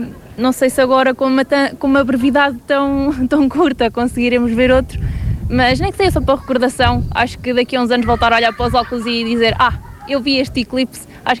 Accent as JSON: {"language": "Portuguese", "region": "Guarda", "country": "Portugal", "said": "Sim, eu sou da Guarda, tenho uma irmã que mora em Viseu"}